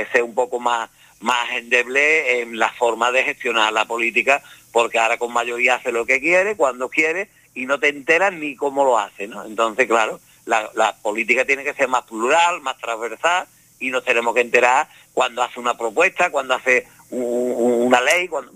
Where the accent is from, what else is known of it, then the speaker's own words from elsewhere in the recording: Andalusia, Spain; moved away as an adult; also born or lived in Catalonia; Yo me fui porque yo quería hacerme una casa en mi pueblo y no tenía trabajo y claro, yo no podía hacerme casa en mi pueblo. Y yo toda mi ilusión desde pequeñito era tener mi casa, ¿no? Y yo me fui a Cataluña y yo todo era trabajar y mandar dinero para Andalucía.